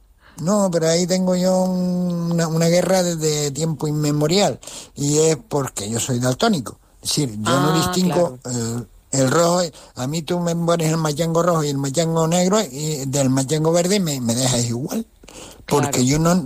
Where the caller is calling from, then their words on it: Las Palmas de Gran Canaria, Canary Islands, Spain; lo dice uno de Las Palmas